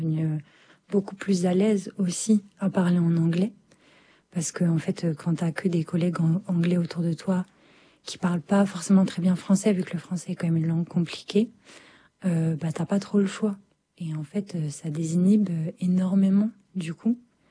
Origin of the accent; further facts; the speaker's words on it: France; now in Paris region, France; je suis française et que j'habitais déjà en région parisienne.